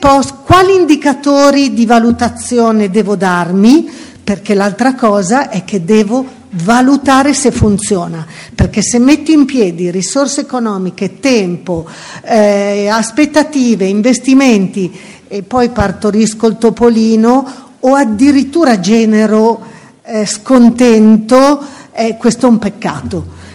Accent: Milan, Lombardy, Italy; io come milanese

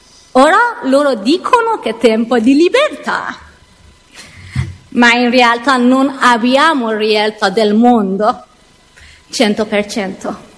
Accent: Afghanistan; Italian is a second language; moved away

